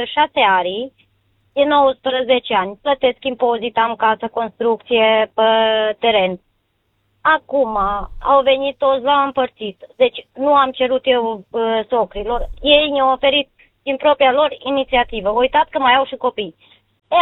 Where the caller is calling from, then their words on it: Borșa, Maramureș County, Romania; din Borșa Maramureș.